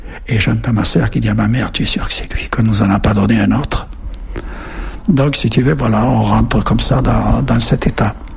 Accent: Périgueux, Nouvelle-Aquitaine, France

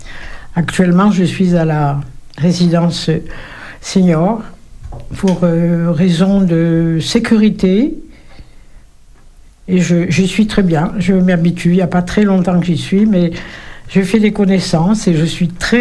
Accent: Oran, Oran Province, Algeria; Je suis née à Oran, en Algérie

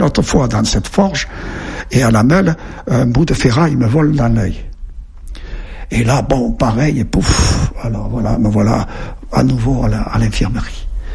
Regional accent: Melk, Lower Austria, Austria; Et ce prêtre, à un moment donné, si tu veux, a tout fait pour rester chez nous à Melk.

